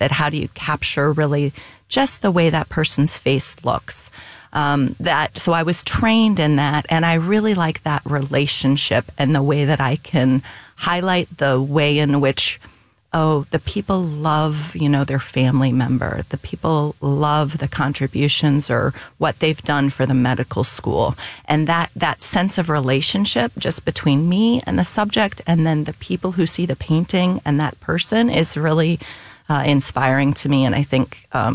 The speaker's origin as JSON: {"language": "English", "town": "St. Louis", "region": "Missouri", "country": "United States", "tie": "born or raised there", "moved": "as an adult", "lives_now": "East Coast, United States", "said": "When I was growing up in St. Louis, there were really very few places that you could get this kind of classical education."}